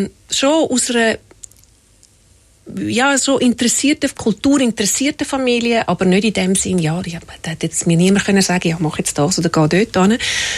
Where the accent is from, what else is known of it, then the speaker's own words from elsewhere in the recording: Horgen, Zurich, Switzerland; Ich bin in Horgen aufgewachsen.